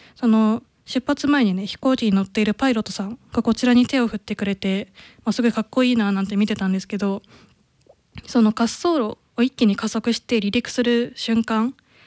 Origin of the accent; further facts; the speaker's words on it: Kanto, Japan; まあ、地元が関東なので、その羽田空港とかに遊びに行って